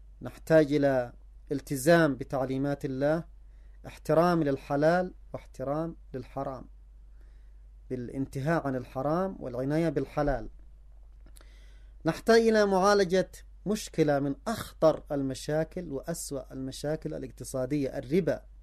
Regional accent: Yemen; الجانب الآخر في أن نعي كيف نعمل بواقعنا نحن كشعب يمني

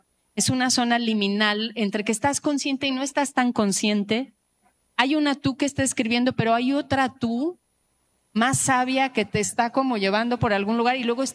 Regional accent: Mexico; Pues porque soy mexicana.

